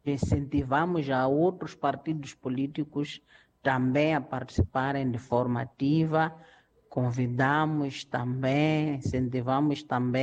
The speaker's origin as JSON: {"language": "Portuguese", "country": "Mozambique", "said": "Nós, como moçambicanos"}